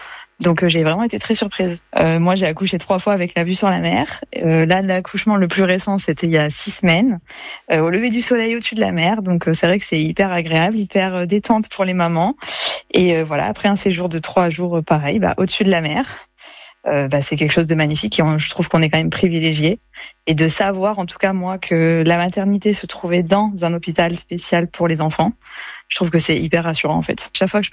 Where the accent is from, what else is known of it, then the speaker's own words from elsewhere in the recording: Nice, Provence-Alpes-Côte d'Azur, France; Bah, j'étais très surprise parce que je suis originaire de Nice.